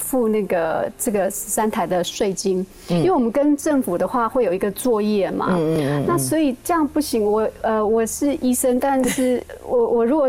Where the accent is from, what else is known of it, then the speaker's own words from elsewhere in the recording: Nantou County, Taiwan; 放在我的家乡，就是南投县信义乡的13个部落